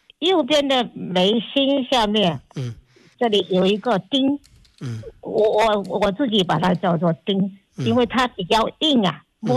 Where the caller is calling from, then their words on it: Fuzhou, Fujian, China; 我是福建省福州市。